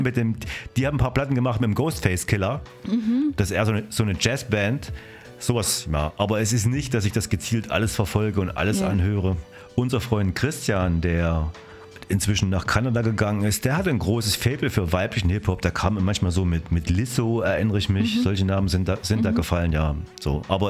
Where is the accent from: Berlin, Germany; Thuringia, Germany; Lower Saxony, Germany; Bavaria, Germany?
Thuringia, Germany; Apolda; so, ich komme eigentlich aus Apolda. Es gab da sogar eine Breakdance-Crew, die Kramong City Dancers. Da gab es DDR-Meisterschaften und die waren mal DDR-Meister.